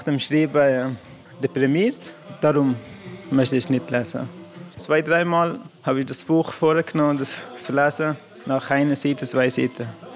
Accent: Afghanistan; German is a second language; now in Wabern, Switzerland

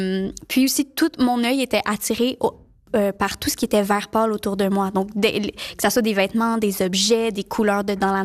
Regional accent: Montreal, Quebec, Canada; je viens de Montréal.

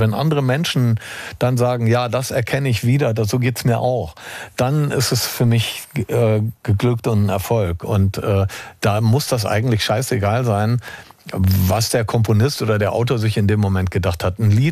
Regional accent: England, United Kingdom; now in Germany; Und ich als auch Engländer will meinem Sohn natürlich auch was von unseren Wurzeln mitgeben.

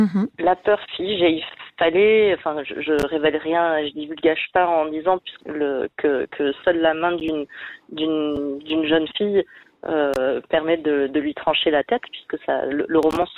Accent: Provence-Alpes-Côte d'Azur, France; J'ai grandi dans les Hautes-Alpes et dans un rapport très, très concret, très direct et très libre avec les éléments

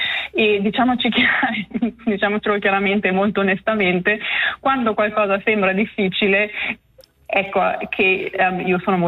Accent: Ticino, Switzerland; moved away as an adult; also born or lived in Locarnese; now in England, United Kingdom; Io sono nata nell'Locarnese e cresciuta nelle terre di Piedemonte in Valle Onsernone

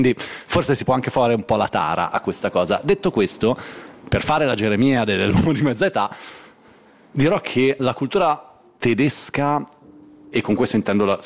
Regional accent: Milan, Lombardy, Italy; io sono cresciuto a Milano in la stagione in cui gli spazi di alternativa sociale, che fossero occupati, autogestiti, di ogni tipo, erano tantissimi

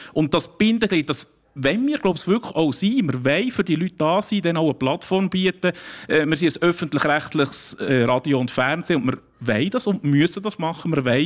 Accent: Lucerne, Switzerland; ich bin ja kein Waldner, ich bin ein Luzerner

